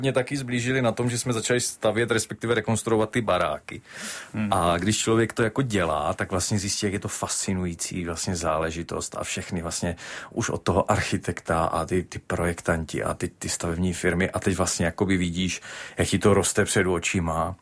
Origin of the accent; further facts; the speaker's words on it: Hulín, Zlín Region, Czechia; also born or lived in Kroměříž; Tak ono taky Zlín, Kroměříž, to jsou jenom místa, kde jsme se narodili, no, my jsme vyrůstali jako v Ulíně.